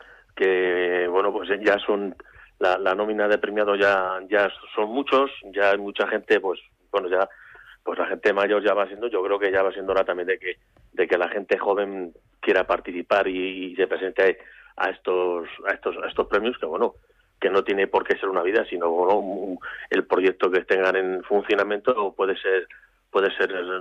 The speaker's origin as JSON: {"language": "Spanish", "area": "Segovia", "region": "Castile and León", "country": "Spain", "said": "ni nuestras como segovianos, ni como castellanos, ni como nación tampoco, o sea, como españoles."}